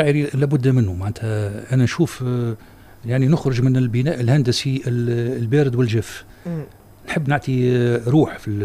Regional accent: Tunisia; عندنا في تونس

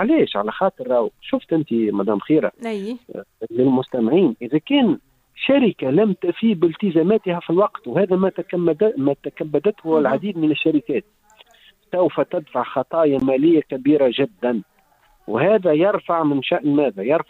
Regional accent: Tunisia; أنا نحلم من حقي كتونسي

